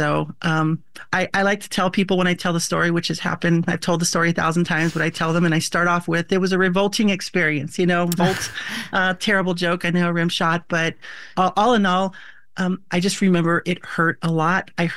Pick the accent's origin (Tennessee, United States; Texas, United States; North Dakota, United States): Texas, United States; El Paso; now in Arizona, United States; You know, I grew up in El Paso, Texas.